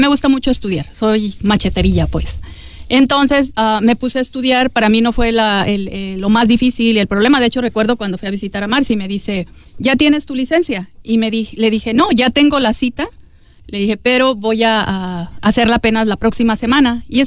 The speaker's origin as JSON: {"language": "Spanish", "country": "Mexico", "moved": "as an adult", "said": "yo soy de México, Yo vine aquí hace pues ya casi que 15 años, me casé, mi marido me trajo para acá."}